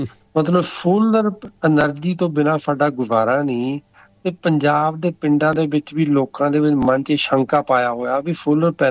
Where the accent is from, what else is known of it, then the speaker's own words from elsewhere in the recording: Amritsar, Punjab, India; moved away as an adult; ਮੈਂ ਵੀ ਉਸੇ ਜੰਮਿਆ ਪੜਿਆ, 22 ਸਾਲ ਤੱਕ ਮੈਂ ਉੱਥੇ ਰਿਹਾ